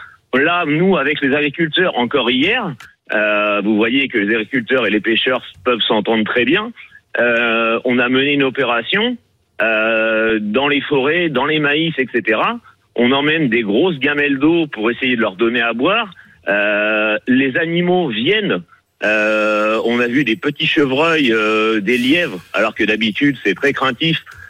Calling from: Nouvelle-Aquitaine, France; moi je suis en Charente-Maritime, d'accord. Donc nous, on est juste à ras de la mer

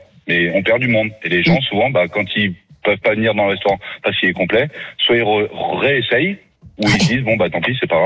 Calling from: Vienne, Auvergne-Rhône-Alpes, France; J'habite sur Vienne, mais je travaille sur Lyon, moi.

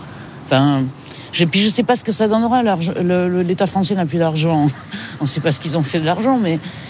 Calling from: Bergerac, Nouvelle-Aquitaine, France; je suis à Bergerac, je viens beaucoup à Bordeaux.

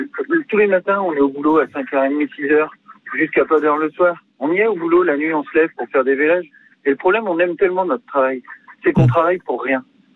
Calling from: Pays de la Loire, France; je suis en Vendée sur des eaux de surface

